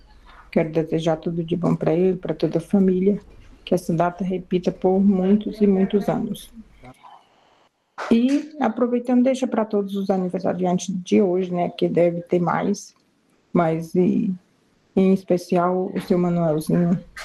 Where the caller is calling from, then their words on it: Aparecida de Goiânia, Goiás, Brazil; Sou aqui de Aparecida de Goiânia.